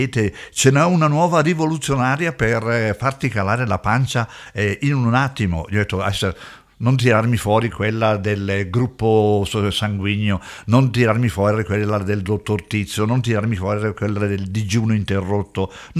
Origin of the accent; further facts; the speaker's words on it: Switzerland; sono anch'io uno straniero ed extracomunitario, essendo svizzero.